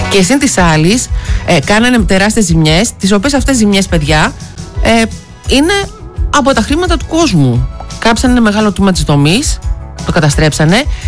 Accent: Greece

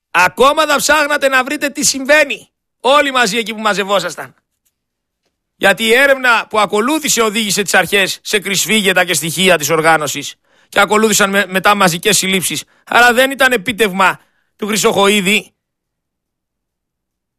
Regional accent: Greece; Εγώ είμαι Έλληνας φορολογούμενος

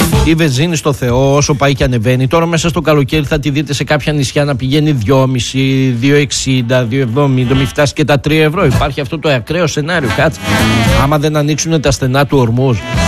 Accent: Greece; Μήπως, λέω, μήπως θα υποφεληθούμε κι εμείς σαν Έλληνες.

